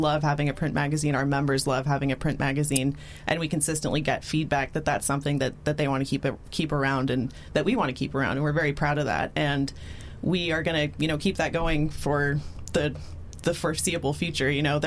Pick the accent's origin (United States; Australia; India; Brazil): United States; Los Angeles, California; that's my community. I'm from Los Angeles.